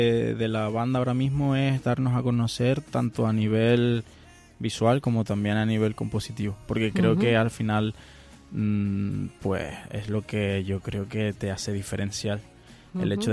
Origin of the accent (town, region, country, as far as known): Tenerife, Canary Islands, Spain; born there; also born or lived in Venezuela